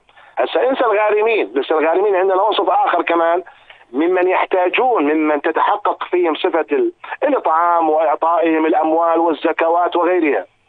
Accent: Jordan; وهذا حسب الدراسات عندنا في الأردن

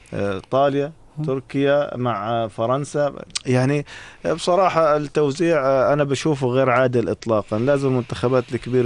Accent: Jordan; المباراة عندنا بالأردن على 1:30

